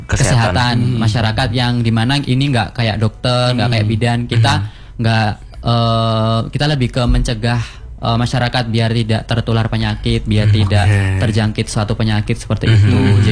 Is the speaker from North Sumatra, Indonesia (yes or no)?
no; Banyuwangi, East Java, Indonesia; moved away as an adult; now in Malang, Indonesia; Saya sebenarnya asalnya Banyuwangi, cuman ya kuliahnya di Malang